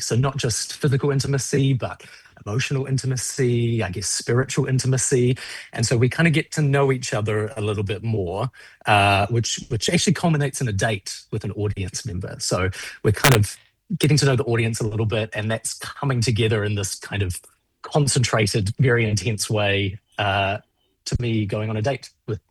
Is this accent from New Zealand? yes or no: yes; New Zealand; Growing up in New Zealand, it was very much puberty was the kind of focus.